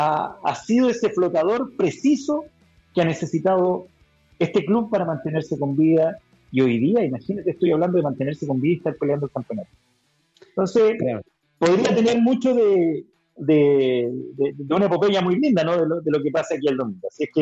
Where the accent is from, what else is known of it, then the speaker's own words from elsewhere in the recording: Argentina; now in Chile; Yo crecí en Argentina escuchando a Marcelo Araujo cuando él parte su furor en la década del 80, y yo crezco ahí. Llego en Chile, llego a Chile, llegamos en el año 90